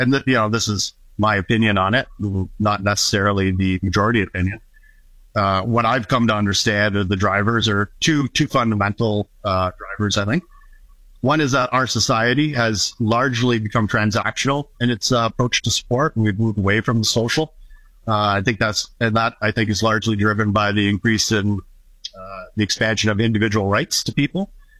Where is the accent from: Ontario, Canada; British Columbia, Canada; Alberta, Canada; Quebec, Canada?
Ontario, Canada; Niagara; finished high school and did the typical growing up in Niagara, right?